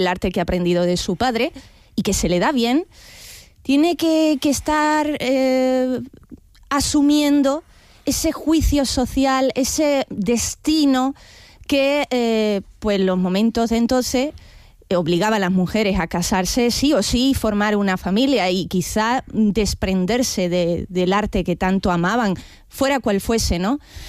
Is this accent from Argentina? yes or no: no; Málaga, Andalusia, Spain; Efectivamente, yo soy malagueña.